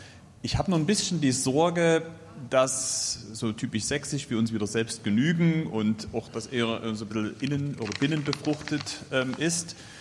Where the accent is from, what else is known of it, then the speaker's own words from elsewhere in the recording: Meissen, Saxony, Germany; Ja, ich habe meine Kindheit in Meißen verbracht